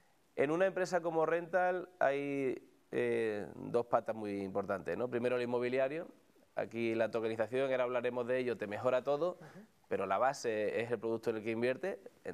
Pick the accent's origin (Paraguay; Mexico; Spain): Spain; Huelva, Andalusia; Yo soy de una ciudad pequeña, soy de Huelva